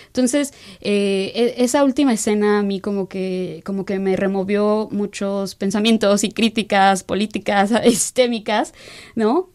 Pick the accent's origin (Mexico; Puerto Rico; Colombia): Mexico; Hidalgo; Y a pesar de que yo vengo de Hidalgo